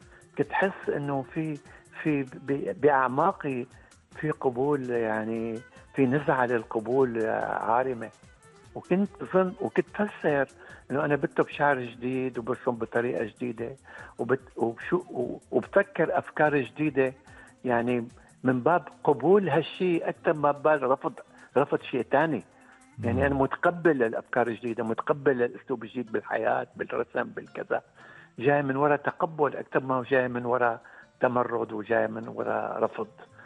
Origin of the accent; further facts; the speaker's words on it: Latakia, Latakia Governorate, Syria; بالمدينة طبعا مدينتي اللاذقية مدينة أنا يعني ممكن بقول انصلبت عليها وانتميت لها.